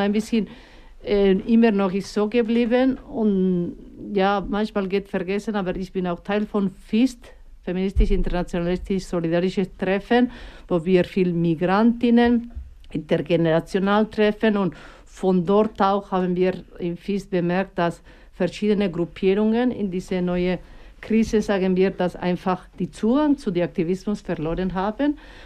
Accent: Basque Country, Spain; first language Basque; German is a second language; Und der Name ist auf Baskisch. Meine Muttersprache ist Euskera, Baskisch.

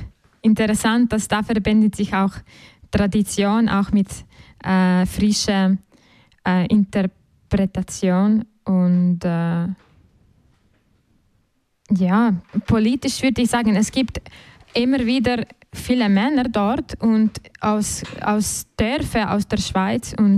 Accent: Western Ukraine, Ukraine; moved away; in der Ukraine, woher ich komme, aus dem Westenteil

